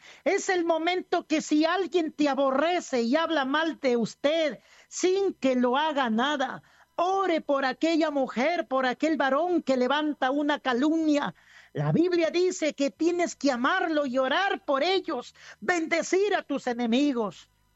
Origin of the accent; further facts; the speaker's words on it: Peru; Ese es mi pueblo peruano, pero con un corazón alegre para adorar y exaltar el nombre de nuestro Señor Jesucristo.